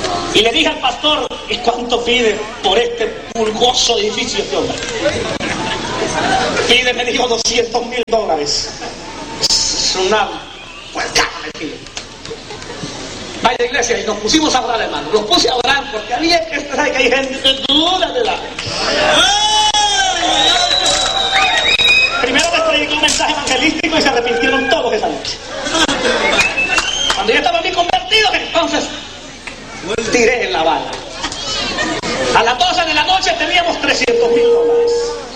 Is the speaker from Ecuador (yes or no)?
no; Honduras; moved away; also born or lived in Costa Rica; Nacido en Honduras. Costarricense por naturalización. Mi padre en Honduras, el hombre que me crió. Tuvo mucho poder en mi tierra.